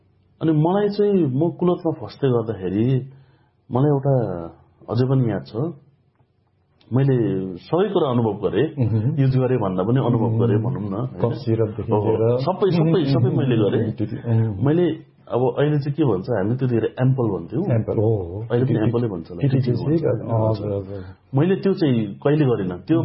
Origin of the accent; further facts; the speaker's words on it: Dharan, Koshi Province, Nepal; also born or lived in Letang, Morang; मेरो जन्म चाहिँ लेटाङ मोरङ हो, तर सानैमा लगभग 4-5 वर्षमा हामी धरान सिफ्ट भयो र मेरो बाल्यकाल चाहिँ धरानमै भयो